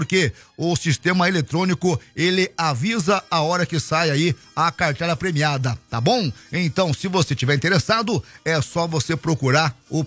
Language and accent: Portuguese; Piraí do Sul, Paraná, Brazil; Eu sou de Piraí do Sul.